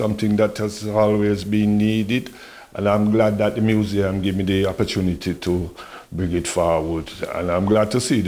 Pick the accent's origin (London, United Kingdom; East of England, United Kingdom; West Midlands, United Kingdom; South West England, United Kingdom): East of England, United Kingdom; Chelmsford; from Chelmsford City.